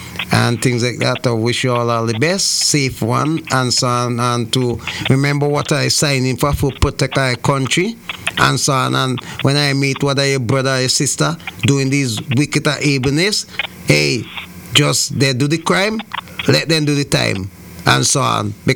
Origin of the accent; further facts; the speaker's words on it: St. Kitts & Nevis; My hometown, St. Kitts